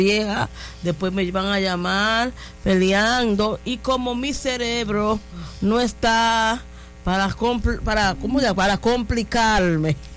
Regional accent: Saona Island, La Altagracia, Dominican Republic; Yo soy de Saona, de la isla Saona. Oh, pero bueno, mi papá es oriundo de Higüey.

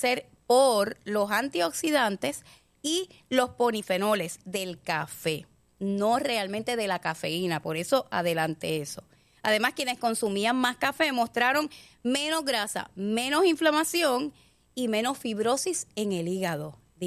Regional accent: Puerto Rico; somos puertorriqueños cafeteros hasta el ña.

